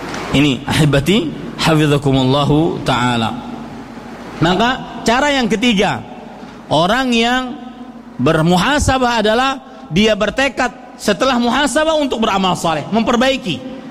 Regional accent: Banjarmasin, South Kalimantan, Indonesia; also born or lived in Saudi Arabia; Di kota saya sekarang lagi musim durian.

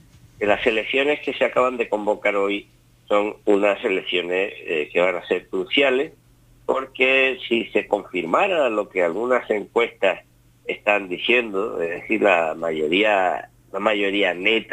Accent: Spain; o sea, somos españoles de mal, ¿no?

